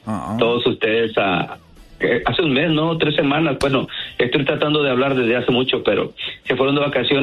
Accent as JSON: {"language": "Spanish", "town": "Acapulco", "region": "Guerrero", "country": "Mexico", "said": "Yo soy de Guerrero. Y de Acapulco."}